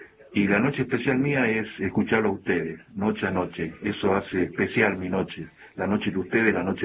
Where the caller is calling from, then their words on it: Salta, Argentina; de Terral Salta.